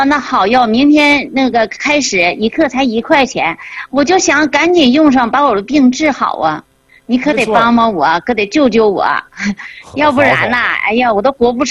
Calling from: Harbin, Heilongjiang, China; 我是哈尔滨的，我这两天嘛一直听你讲课

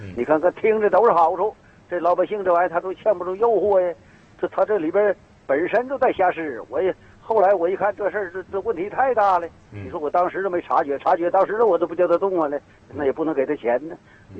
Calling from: Linghai, Liaoning, China; 我家是临海市石山镇一马方村。

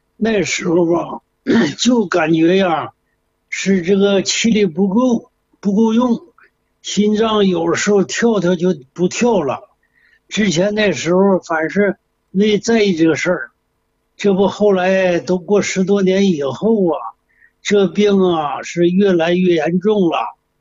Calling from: Dalian, Liaoning, China; 我是大连的

